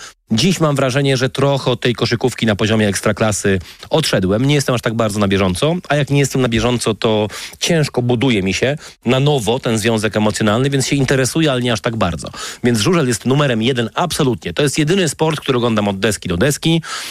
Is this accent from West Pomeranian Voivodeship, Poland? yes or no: no; Wrocław, Lower Silesian Voivodeship, Poland; We Wrocławiu z racji urodzenia na początku lat 80. wychowywałem się